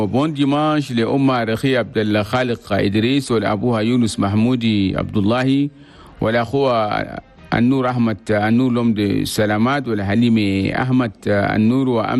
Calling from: Abéché, Ouaddaï, Chad; من مدينة عبشي.

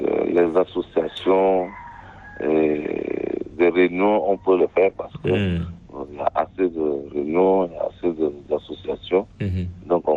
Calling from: Chad; chez nous au Tchad

